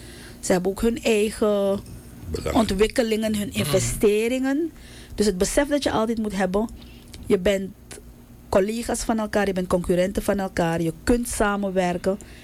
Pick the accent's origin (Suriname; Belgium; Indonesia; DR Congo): Suriname